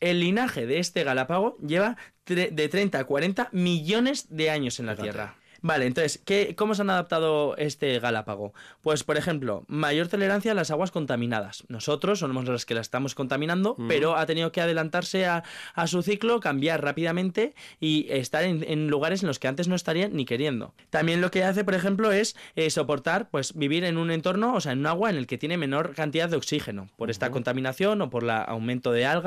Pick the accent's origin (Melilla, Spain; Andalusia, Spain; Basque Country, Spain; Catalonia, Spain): Basque Country, Spain; Tuesta; En Tuesta, en el Valle de Valdegovía. Bueno, en Tuesta es mi pueblo